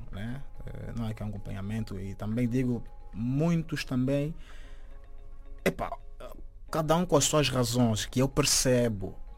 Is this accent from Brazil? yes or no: no; Angola; moved away as an adult; eu saí de Angola